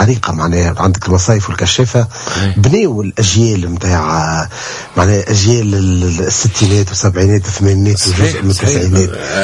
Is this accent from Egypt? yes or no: no; Tunisia